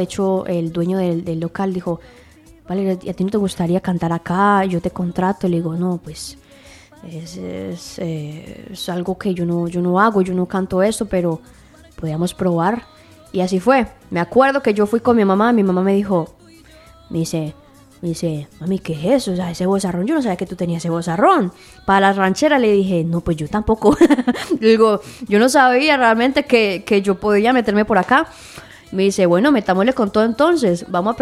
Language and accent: Spanish; Barcelona, Catalonia, Spain; prácticamente crecí en Barcelona.